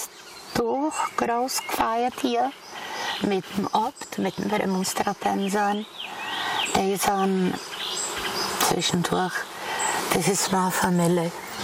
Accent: Aš, Karlovy Vary Region, Czechia; So bin ich in Asch geboren.

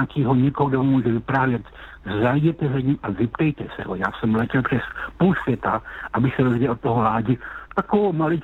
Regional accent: Lysá nad Labem, Central Bohemian Region, Czechia; Já jsem z Lise nad Labem. A kdo ví, tak kousek od Lise nad Labem je s tou Milovice

